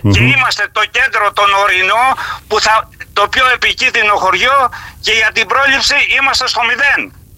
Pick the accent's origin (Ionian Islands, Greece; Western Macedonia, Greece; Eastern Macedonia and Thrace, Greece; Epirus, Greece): Ionian Islands, Greece; Agios Leon; Μεγάλωσα σε αυτό το χώρο και είμαι.